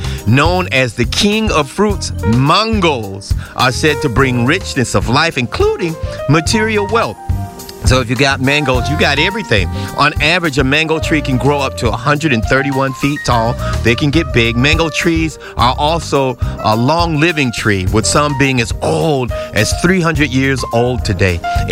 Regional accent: Miami, Florida, United States; now in Orlando, United States; growing up in Miami, we used to eat the green mangoes, mango salad with just vinegar, salt, and pepper.

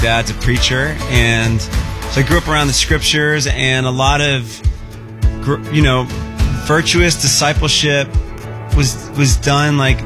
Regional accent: Atlanta, Georgia, United States; We're both from Atlanta, so we're, you know, relatively local to each other

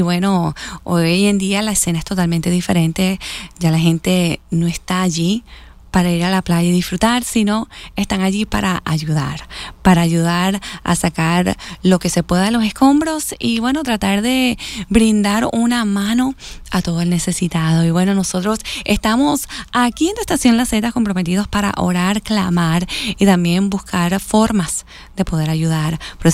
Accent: Venezuela; now in Orlando, United States; yo nací en Venezuela, yo me crié allí

